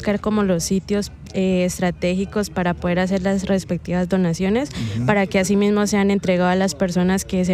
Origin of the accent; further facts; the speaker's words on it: Popayán, Cauca, Colombia; Aquí de Popayán.